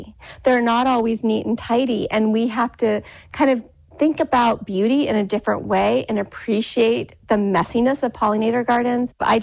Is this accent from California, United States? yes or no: yes; California, United States; now in Harrisonburg, Virginia, United States; I grew up in California, and so as a child, when I was 10 years old, I went to this park that's close to Santa Cruz